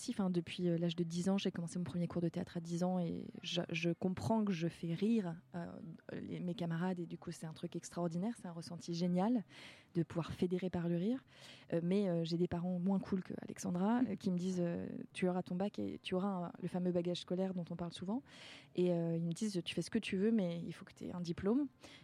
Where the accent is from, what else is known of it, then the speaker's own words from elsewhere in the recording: France; on est français